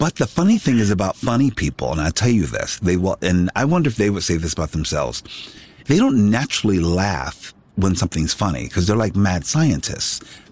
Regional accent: Philadelphia, Pennsylvania, United States; I come from a very humble place. I come from

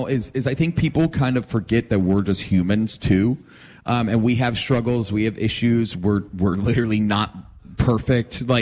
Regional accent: Atlanta, Georgia, United States; And like, and for us growing up in Atlanta, I mean, they're one of the legends, you know?

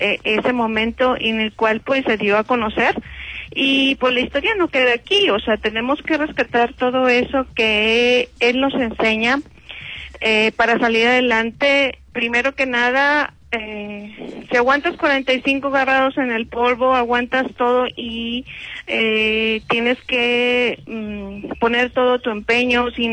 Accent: Monterrey, Nuevo León, Mexico; yo soy de Monterrey

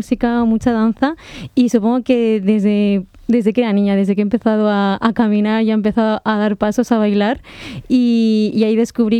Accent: Logroño, La Rioja, Spain; De ahí que venga yo aquí, porque yo soy de Logroño y están colaborando también con Santander.

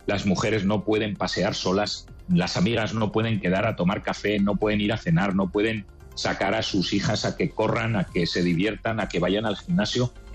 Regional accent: Spain

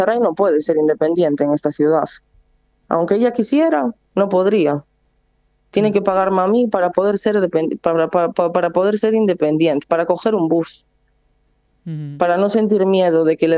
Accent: Lugo, Galicia, Spain; now in Santiago de Compostela, Spain; yo soy de Lugo

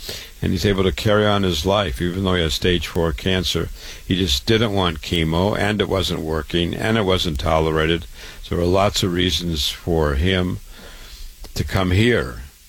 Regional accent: Waterloo, Iowa, United States; born or raised there

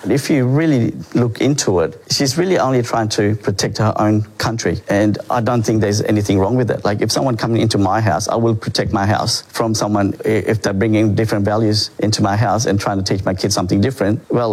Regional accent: Fiji; now in Australia; And we came from Fiji as well, and we came to this blessed country that we call home now. I call myself Australian.

